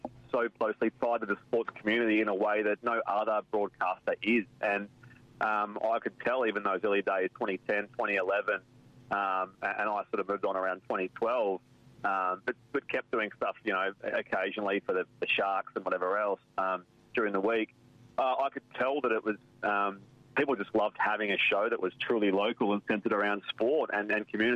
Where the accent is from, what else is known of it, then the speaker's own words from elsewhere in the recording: Bibra Lake, Western Australia, Australia; this is a far cry from, you know, growing up in Bibra Lake, and I had no rugby league interest around that time